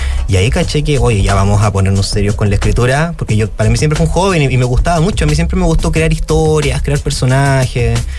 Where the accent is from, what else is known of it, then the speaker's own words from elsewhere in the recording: Antofagasta, Chile; Yo soy antofagastino, nacido y criado acá